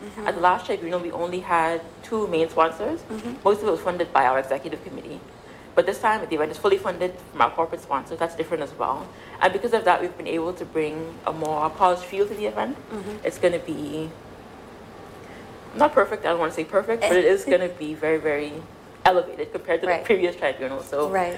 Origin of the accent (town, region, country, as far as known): Providenciales, Turks & Caicos Islands